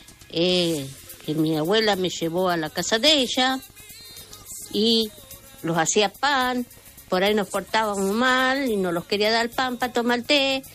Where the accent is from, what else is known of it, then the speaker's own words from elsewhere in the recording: San Fernando del Valle de Catamarca, Catamarca, Argentina; now in Bolívar, Argentina; yo me crié en Catamarca, en San Fernando del Valle Catamarca, en el barrio de La Viñita.